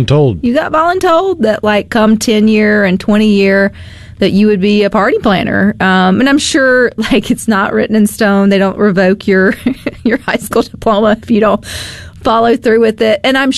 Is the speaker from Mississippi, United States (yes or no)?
yes; Terry, Mississippi, United States; I was from Terry.